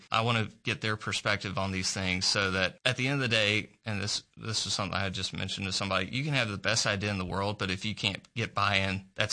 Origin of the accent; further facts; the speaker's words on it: Little Rock, Arkansas, United States; also born or lived in Ferndale, Arkansas; now in Saline County, United States; I grew up in Little Rock and Ferndale, and my wife and I, we moved to Saline County, which is where she's originally from, in 2022.